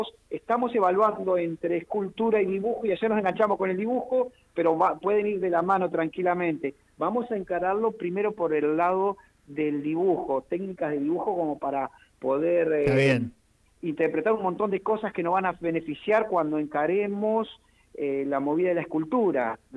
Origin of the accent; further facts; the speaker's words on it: Gualeguaychú, Entre Ríos, Argentina; moved away as an adult; tengo uso de razón a 45 años atrás en Gualeguaychú, Entre Ríos.